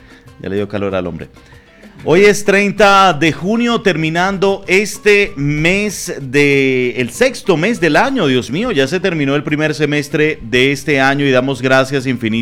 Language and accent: Spanish; Venezuela; Es una situación dura y difícil que vivimos no solo como venezolanos